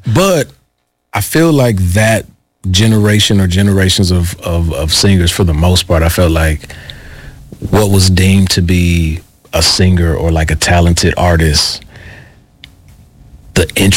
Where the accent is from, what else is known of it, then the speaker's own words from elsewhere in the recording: Midwest, United States; growing up in the Midwest